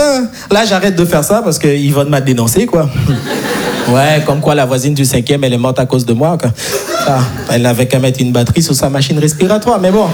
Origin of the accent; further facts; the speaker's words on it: Haiti; je suis né et grandi en Haïti. Et en Haïti, on n'a pas les quatre saisons.